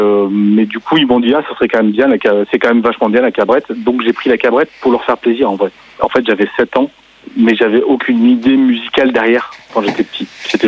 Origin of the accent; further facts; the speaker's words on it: Auvergne-Rhône-Alpes, France; Moi, je viens du sud du Cantal. Vraiment extrême sud, au sud d'Aurillac, dans un tout petit village de... Quand j'étais petit, il y avait 250 habitants dans le village. J'ai vécu, donc je suis né en 84